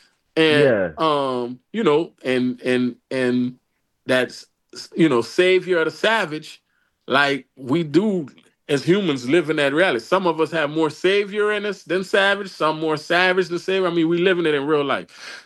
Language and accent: English; New Orleans, Louisiana, United States; growing up in New Orleans around the drug dealers, the this